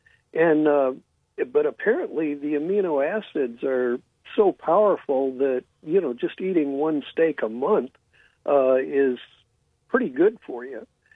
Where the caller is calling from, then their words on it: San Francisco, California, United States; Oh, hey, Ron. Yeah, hey. I'm the guy from San Francisco.